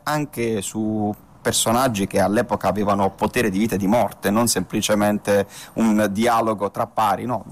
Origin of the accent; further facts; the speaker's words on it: Castellana Grotte, Apulia, Italy; io sono di quel territorio. Il mio paesello Castellana era un territorio della contea di Conversano